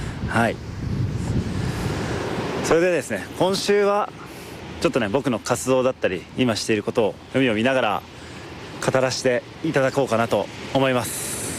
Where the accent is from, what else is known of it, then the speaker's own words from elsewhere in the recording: Chigasaki, Kanagawa, Japan; 僕の地元茅ヶ崎